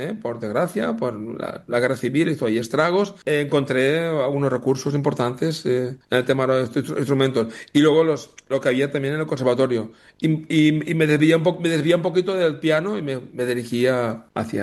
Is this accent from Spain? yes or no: yes; Valencia, Valencian Community, Spain; solamente en mi tierra, en Valencia, tenemos cuatro archivos importantes, importantísimos.